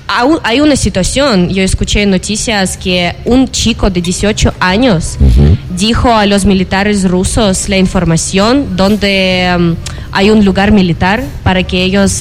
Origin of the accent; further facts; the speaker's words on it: Kyiv, Ukraine; Spanish is a second language; Yo soy de Kiev, de la capital.